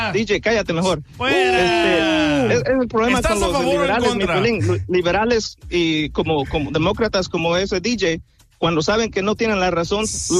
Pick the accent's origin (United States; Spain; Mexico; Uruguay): Mexico; moved away; Contigo, soy mexicano, soy ilegal, vine ilegal. Ahorita, gracias a Dios, ya tengo mis papeles